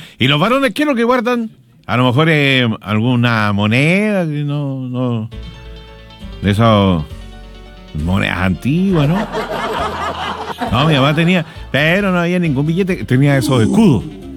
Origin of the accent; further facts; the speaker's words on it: Chile; Hasta que uno dijo, ¿y vos sos chileno o sos argentino? Y yo soy chileno.